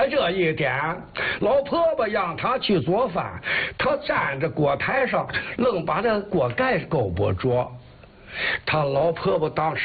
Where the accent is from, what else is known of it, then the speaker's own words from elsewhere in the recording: Qiqihar, Heilongjiang, China; 这么说，我到天津去吧，天津人不知道我是齐齐哈尔人。